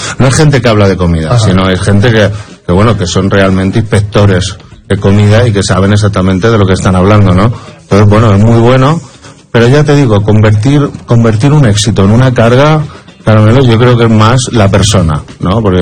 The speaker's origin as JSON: {"language": "Spanish", "country": "Spain", "said": "evidentemente somos españoles"}